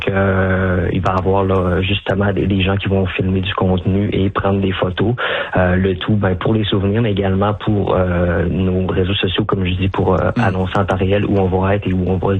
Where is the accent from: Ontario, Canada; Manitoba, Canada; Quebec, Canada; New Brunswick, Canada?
Quebec, Canada; Alma; moved away as an adult; now in Quebec City, Canada; sur notre région administrative, sur notre ville natale, donc Alma.